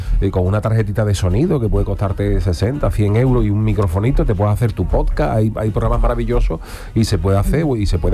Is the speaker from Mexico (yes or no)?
no; Cádiz, Andalusia, Spain; Y yo soy una persona que soy de Cádiz y le gusta el carnaval